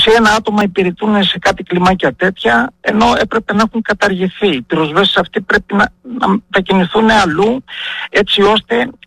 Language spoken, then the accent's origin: Greek; Epirus, Greece; εδώ στην πατρίδα μου, στην Ήπειρο, έτσι, στο νομό Ιωαννίνων